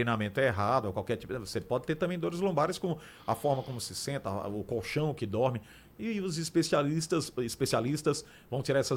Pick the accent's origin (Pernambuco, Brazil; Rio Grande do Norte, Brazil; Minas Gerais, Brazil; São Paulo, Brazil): Pernambuco, Brazil; Garanhuns; E olha que eu sou de Garanhuns